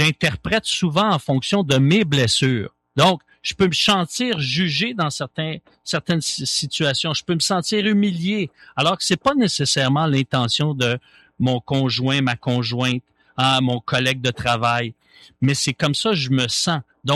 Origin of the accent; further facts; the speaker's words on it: Montreal, Quebec, Canada; Moi, je venais de Montréal, j'habitais à Montréal, j'étais sur l'île de Montréal depuis mon enfance.